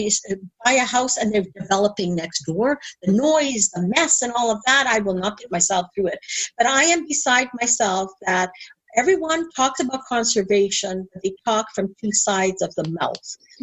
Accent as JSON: {"language": "English", "region": "Ontario", "country": "Canada", "said": "because I'm from the Niagara region."}